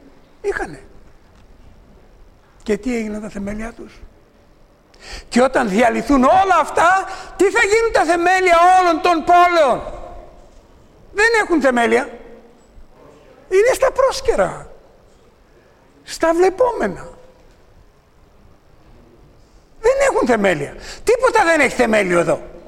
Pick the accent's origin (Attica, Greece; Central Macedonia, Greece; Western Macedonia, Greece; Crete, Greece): Central Macedonia, Greece; Thessaloniki; born there; Εγώ εκεί που γεννήθηκα, στη Θεσσαλονίκη. Δημότης Θεσσαλονίκης.